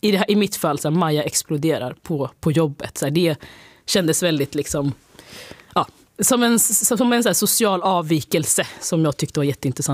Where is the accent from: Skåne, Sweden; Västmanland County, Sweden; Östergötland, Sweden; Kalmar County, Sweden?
Östergötland, Sweden; Linköping; Jag är ju från Linköping och liksom den här.